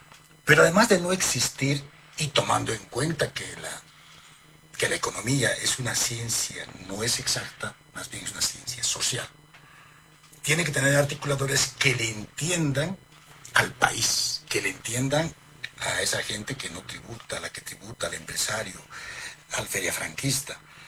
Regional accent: Potosí, Bolivia; en mi tierra de Potosí

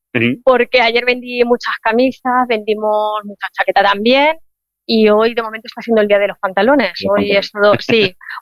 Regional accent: Caudete, Castilla-La Mancha, Spain; Pues una tienda de ropa, que somos de Caudete, un pueblo de Albacete.

